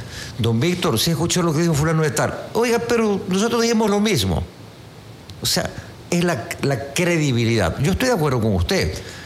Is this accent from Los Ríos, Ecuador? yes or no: yes; Quevedo, Los Ríos, Ecuador; soy de Quevedo.